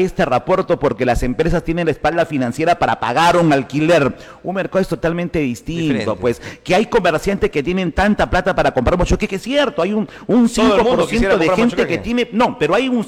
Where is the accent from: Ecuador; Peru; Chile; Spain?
Peru; Huancabamba, Piura; Oye, en mi tierra, Huancabamba, han construido un moderno mercado.